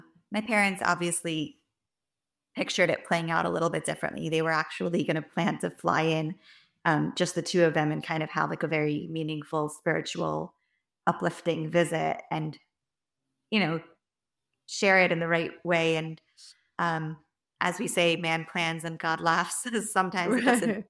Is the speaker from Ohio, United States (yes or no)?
no; North Miami Beach, Florida, United States; I grew up in North Miami Beach, Florida. Went to the regular schools here, Bisiaco of Miami